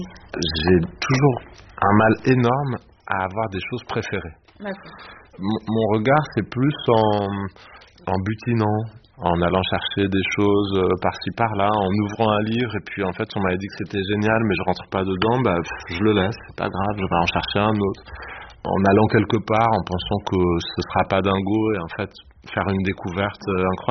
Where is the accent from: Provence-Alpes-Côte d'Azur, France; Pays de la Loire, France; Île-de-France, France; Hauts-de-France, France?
Île-de-France, France; Ivry-sur-Seine; quand j'étais donc lycéen aux ateliers théâtre d'Ivry-sur-Seine, là où j'ai grandi, on avait travaillé sur Outrage au public, une de ses pièces.